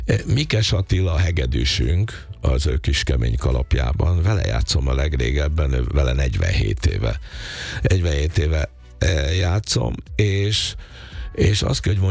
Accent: Hungary; mi meg erősködtük, hogy de mi magyar gyerekek vagyunk

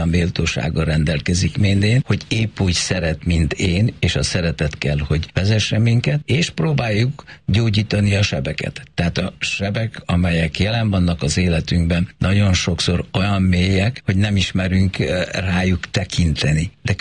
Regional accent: Serbia; now in Belgrade, Serbia; én szerbiai magyar vagyok, vagy magyar, aki Szerbiában él, vagy előtte Jugoszláviában. Tehát az én magyarságom, az az én gazdagságom

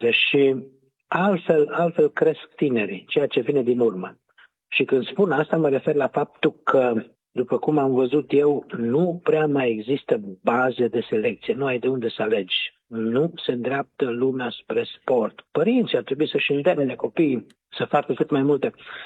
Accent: Romania

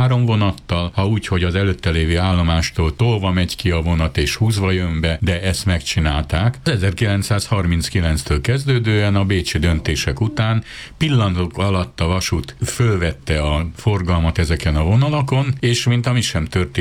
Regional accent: Western Transdanubia, Hungary; az én szülőföldemnek a vasútvonal az a Pápa-Csornai vasútvonal.

